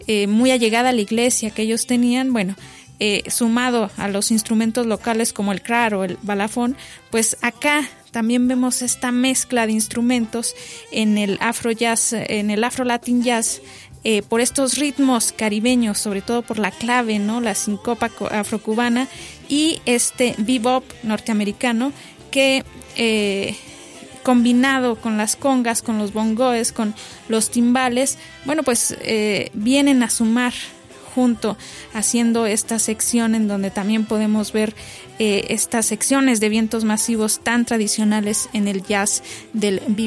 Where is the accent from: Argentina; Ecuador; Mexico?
Mexico; nosotros como mexicanos